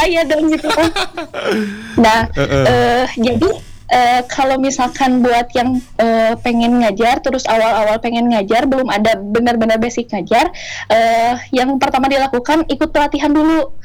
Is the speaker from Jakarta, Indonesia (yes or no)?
no; Majalaya, West Java, Indonesia; Majalaya.